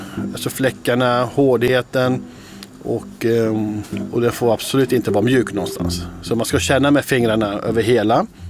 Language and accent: Swedish; Eastern Turkey, Turkey; Där vi kommer, vi är assyrier från östra Turkiet.